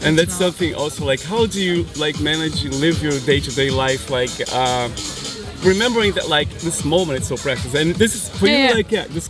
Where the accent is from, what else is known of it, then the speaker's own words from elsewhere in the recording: Brazil; I grew up really poor in Brazil.